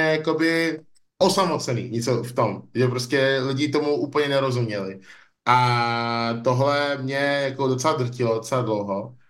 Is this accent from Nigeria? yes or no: yes; Nigeria; now in Czech Republic; jsem z Nigérie a člověk z Nigérie žije v České republice